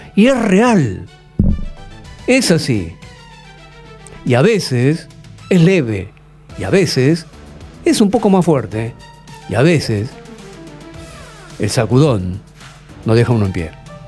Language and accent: Spanish; Argentina; lo estoy diciendo como argentino